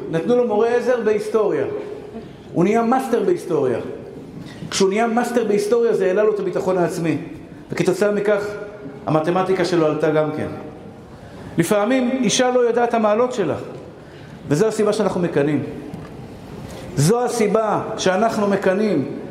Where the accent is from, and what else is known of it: Bnei Brak, Central District, Israel